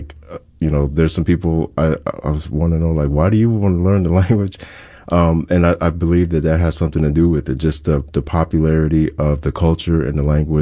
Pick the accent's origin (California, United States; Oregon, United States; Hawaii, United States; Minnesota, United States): Hawaii, United States; okay, yeah, I'm Hawaiian, whatever.